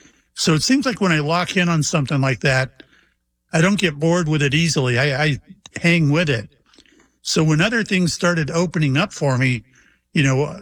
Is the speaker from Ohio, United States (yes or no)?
no; Mayport, Florida, United States; born or raised there